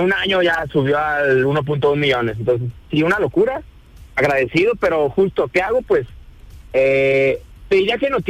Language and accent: Spanish; Mexico; nosotros como mexicanos